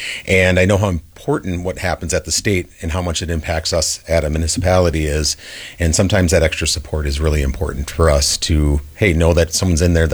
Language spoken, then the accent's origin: English; Milwaukee, Wisconsin, United States; growing up in Milwaukee.